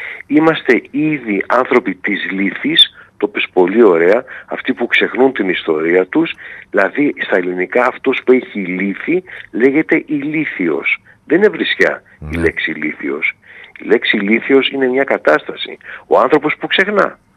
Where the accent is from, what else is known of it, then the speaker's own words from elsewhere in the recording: Greece; είμαστε οι Έλληνες, οι Ρωμιοί.